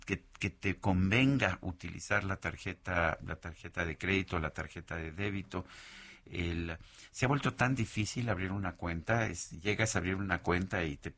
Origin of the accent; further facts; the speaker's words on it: Mexico; le digo que soy de México